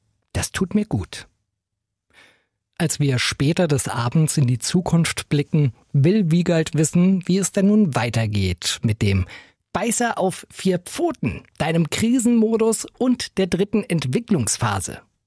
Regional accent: Bad Zwischenahn, Lower Saxony, Germany; Dort geht es doch konfessionsstatistisch so zu wie im nördlicher gelegenen Bad Zwischenahn, wo ich aufgewachsen bin. Dort ist es so evangelisch, dass man nicht mal ahnt, dass es einen Konkurrenzclub gibt.

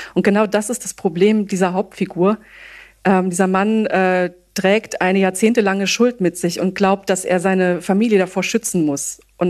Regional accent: Bad Vilbel, Hesse, Germany; Im Wesentlichen, ich komme aus Bad Vilbel, das ist so 70 Kilometer ungefähr Richtung Frankfurt von hier.

